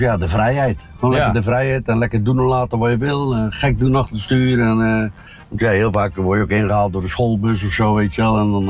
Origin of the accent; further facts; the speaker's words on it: Dordrecht, South Holland, Netherlands; 55 jaar. Geboren en getogen in Dordrecht.